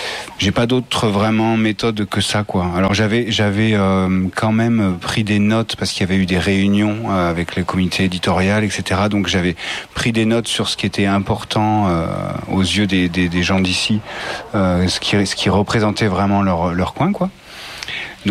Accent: Le Rozier, Occitanie, France; now in Millau, France; j'ai grandi à Rosiers, enfin Mossujol, le Rosier, ce coin là quoi. Et en fait mon territoire, il était entre le Rosier et Millau, Causse Noire, Larzac.

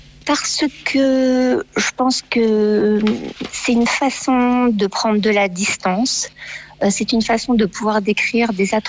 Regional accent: Paris, Île-de-France, France; now in Dartmoor, United Kingdom; Moi, je suis parisienne d'origine, que j'aille m'installer à Londres parce que j'avais quitté Paris.

